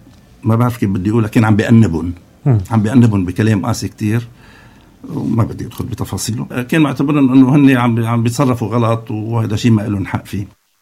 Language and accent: Arabic; Kfarchakhna, North Governorate, Lebanon; رحت على ضيعتي كفرشخنا بالشمال